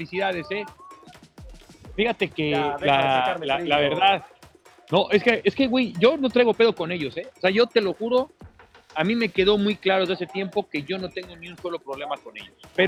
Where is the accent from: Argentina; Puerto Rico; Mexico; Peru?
Mexico